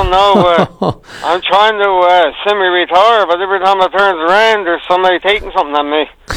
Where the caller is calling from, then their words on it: Rock Harbour, Newfoundland and Labrador, Canada; from Rock Harbor on Bjorn Peninsula, long-time caller